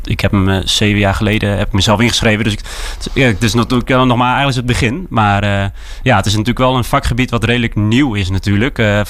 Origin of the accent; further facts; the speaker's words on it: Harlingen, Friesland, Netherlands; Ik kom uit Harlingen. En ja, geboren en getogen uiteraard.